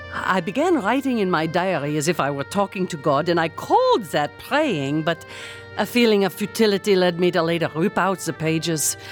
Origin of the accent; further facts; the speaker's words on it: Germany; English is a second language; moved away; I'm from Germany. I'm in university there.